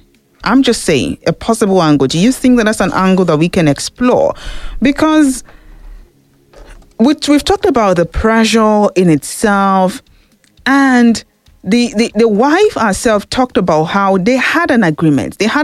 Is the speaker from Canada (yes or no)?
no; Nigeria; as a Nigerian